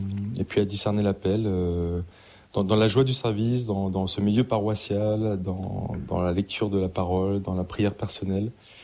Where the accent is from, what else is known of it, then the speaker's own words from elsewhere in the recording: Paris, Île-de-France, France; j'ai grandi à Paris